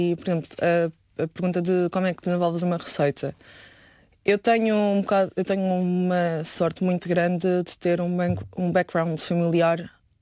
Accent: Portugal; also born or lived in Venezuela; sei dizer que sou de Portugal.

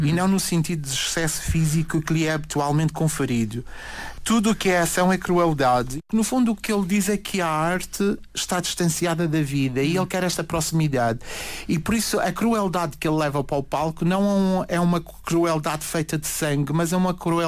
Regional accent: Madeira, Portugal; Eu, enquanto madeirense, tenho sempre em mim aquilo que é a minha identidade de ilhéu, a minha cultura.

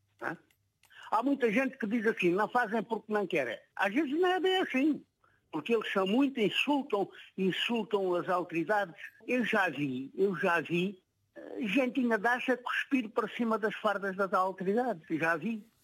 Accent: Faro, Algarve, Portugal; born there; also born or lived in Saboia, Alentejo; now in Loulé, Portugal; Mas vim muito novo para aqui. Eu vim morar para Faro e fiz a minha escola quase toda em Faro.

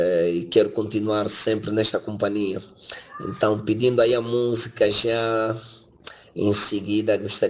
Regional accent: Angola; now in Praia, Cape Verde; da Angola, da minha terra natal

